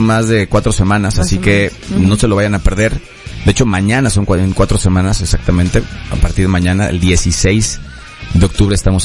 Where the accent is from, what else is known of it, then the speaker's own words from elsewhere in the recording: Mexico; Celebrar que somos mexicanos.